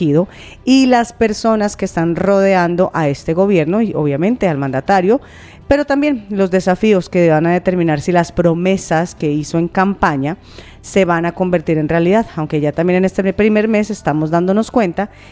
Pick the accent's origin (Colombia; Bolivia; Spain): Colombia